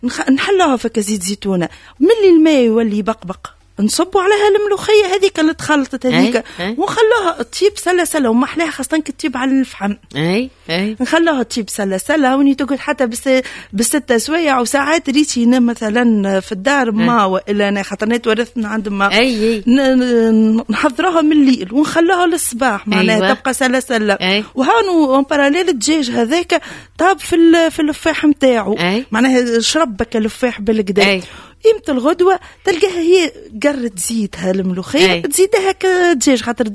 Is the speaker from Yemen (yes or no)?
no; Tunisia; بالحق محلاها بلادنا تونس